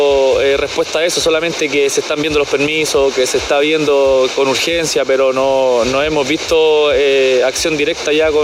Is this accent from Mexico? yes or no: no; Linares, Maule, Chile; also born or lived in Santiago; Somos de Linares, pero estábamos en Santiago.